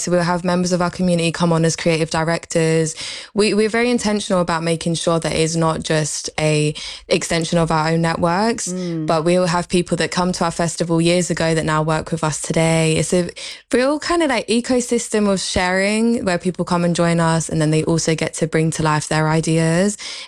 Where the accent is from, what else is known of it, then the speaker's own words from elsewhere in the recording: Romford, London, United Kingdom; I grew up in Romford, actually, in East London